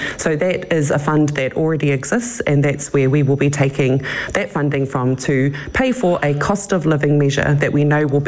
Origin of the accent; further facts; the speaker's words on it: Northland, New Zealand; I come from Northland, so there are areas in Northland that don't have public transport.